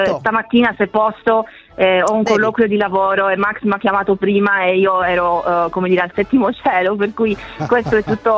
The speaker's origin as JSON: {"language": "Italian", "region": "Sardinia", "country": "Italy", "lives_now": "Glasgow, United Kingdom", "said": "No, in realtà io sono sarda e il mio sogno è di tornare in Sardegna"}